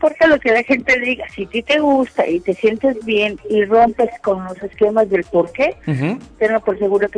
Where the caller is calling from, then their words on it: Ecatepec, Morelos, Mexico; Ahorita desde Ecatepec, pero normalmente te escucho de Ecatepec.